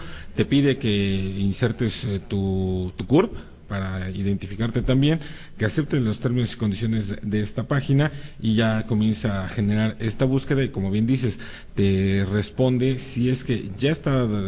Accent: Mexico; Desafortunadamente, como mexicanos, y es una gran mayoría, pues se nos va pasando el tiempo, ¿no?

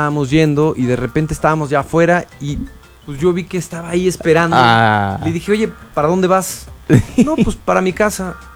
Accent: Mexico; nosotros como mexicanos

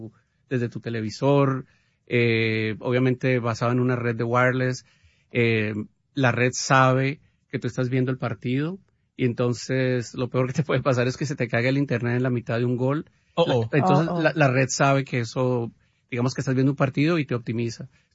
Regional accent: Colombia; yo soy colombiano

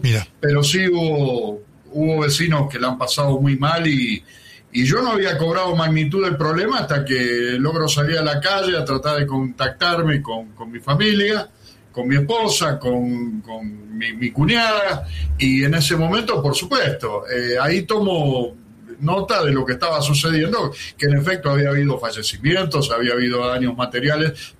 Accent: Argentina; Lo que sí, como argentino, y perdóneme que se lo diga

